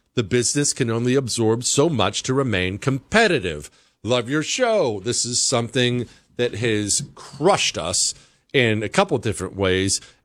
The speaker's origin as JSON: {"language": "English", "town": "Bozeman", "region": "Montana", "country": "United States", "tie": "born or raised there", "said": "I grew up in Bozeman, which was small back then. It's way bigger now, kind of got ruined, but small back then"}